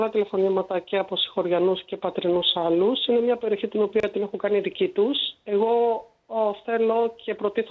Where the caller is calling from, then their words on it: Patras, Western Greece, Greece; είμαστε περίπου 300.000 πατρινοί.